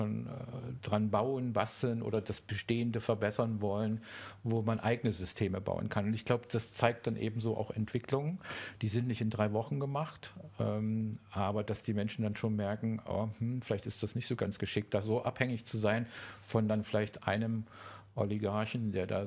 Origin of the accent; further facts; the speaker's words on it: Dresden, Saxony, Germany; Ich bin zurück in meine Heimat Dresden, also in die Nähe Dresden gegangen.